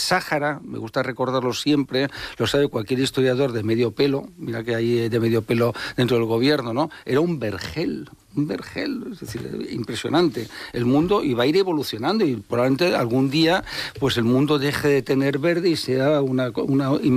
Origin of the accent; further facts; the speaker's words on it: Spain; Sinceramente, somos tontos los españoles, ¿no?